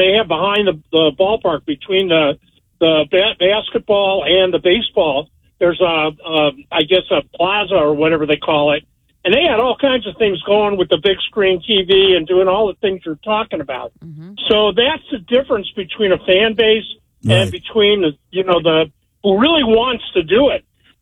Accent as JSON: {"language": "English", "town": "Cleveland", "region": "Ohio", "country": "United States", "moved": "as an adult", "lives_now": "Tampa Bay, United States", "said": "I'm transplanted from Cleveland here to the Tampa Bay area. Obviously, you know where my heart's at."}